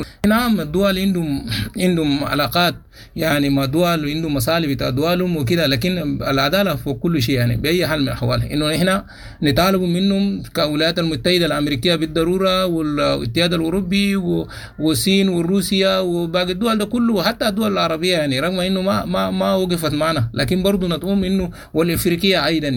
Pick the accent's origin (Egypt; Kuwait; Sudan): Sudan; now in Chad; إحنا سودانيين